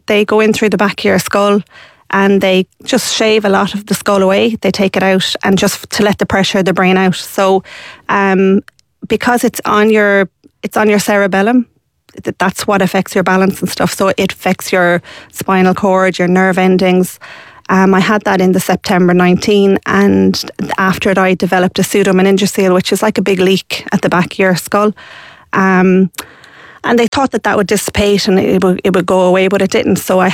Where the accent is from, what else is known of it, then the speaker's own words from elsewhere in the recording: Shannon, Munster, Ireland; So my godchild did a GoFundMe in my hometown of Shannon in County Clare